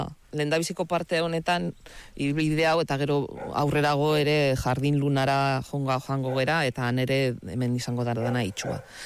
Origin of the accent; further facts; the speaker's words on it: Astigarraga, Basque Country, Spain; Ni txikitan pentsatzen badet, ba, nere oroitzapena beti daude Astigarragakoa naiz, Santillo Mendin, da Belarretan, eta nola etxeak egiten genituen, eta, osea, nere haurtzaroa natura da.